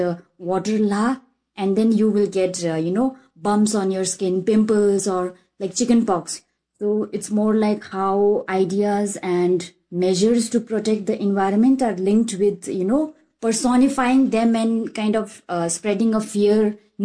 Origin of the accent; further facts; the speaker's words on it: Spiti Valley, Himachal Pradesh, India; I come from Spiti Valley. I am 25 years old.